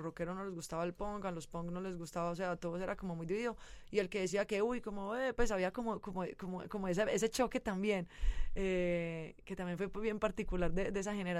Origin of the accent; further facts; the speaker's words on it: San Cristóbal, Antioquia, Colombia; born there; also born or lived in Los Angeles, United States; yo llevaba mucho tiempo viviendo en Los Ángeles, pero al regresar a mi tierra y hablando exactamente de mi montaña mágica, como le digo yo, de San Cristóbal, que yo había nacido allá, pero nunca había vivido allá.